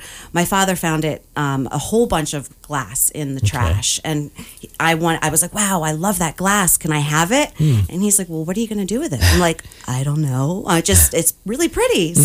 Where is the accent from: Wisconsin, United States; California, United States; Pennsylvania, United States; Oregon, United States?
Pennsylvania, United States; Newtown; born there; So I was born in Newtown, Pennsylvania.